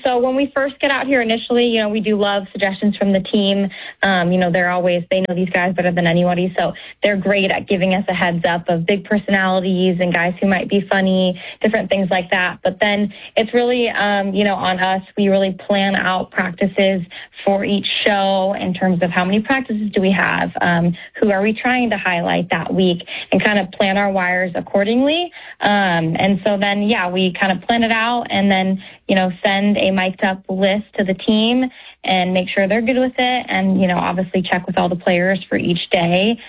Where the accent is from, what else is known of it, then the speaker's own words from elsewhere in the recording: Green Bay, Wisconsin, United States; I'm from Green Bay, Wisconsin, as well as John.